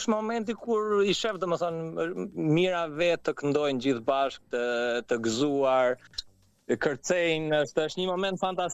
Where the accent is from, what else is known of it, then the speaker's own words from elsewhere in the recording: Tepelenë, Gjirokastër County, Albania; jam dhënë nga Tepelena